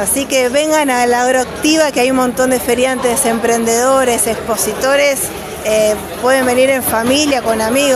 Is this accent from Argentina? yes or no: yes; Rosario, Santa Fe, Argentina; buen día, somos de Rosario.